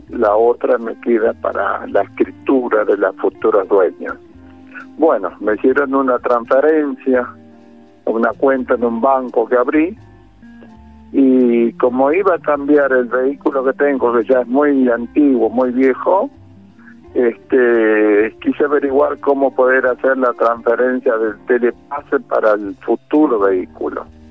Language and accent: Spanish; Caseros, Buenos Aires Province, Argentina